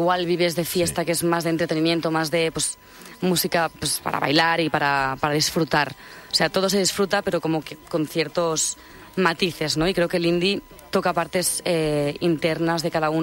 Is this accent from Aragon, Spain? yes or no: no; Tiana, Catalonia, Spain